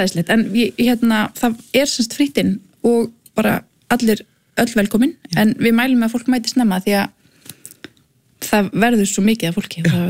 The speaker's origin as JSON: {"language": "Icelandic", "town": "Ísafjörður", "region": "Westfjords", "country": "Iceland", "said": "við erum nokkur frá Ísafirði sem að förum í ungmennaráð Norbusang fyrir hönd Íslands"}